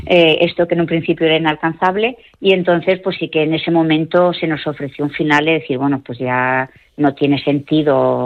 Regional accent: Torrent, Valencian Community, Spain; yo soy de Torrent, vivo aquí en Torrent, entonces lo siento como lo tengo más cercano

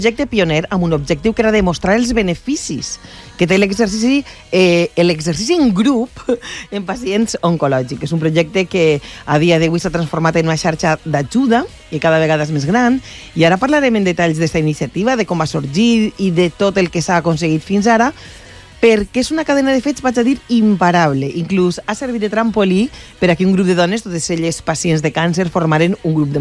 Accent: Onda, Valencian Community, Spain; Jo soc d'Onda.

